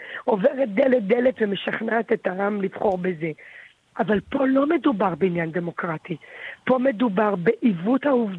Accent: Beersheba, Southern District, Israel; אני גדלתי בבאר שבע. באר שבע זה זורם לי בברידים

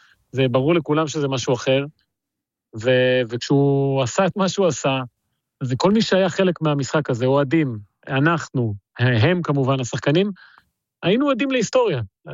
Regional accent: Argentina; also born or lived in Ecuador; כן, אני ארגנטינאי. אני נולדתי באקוודור, הורים שלי מארגנטינה, סתם הם עבדו פשוט באקוודור

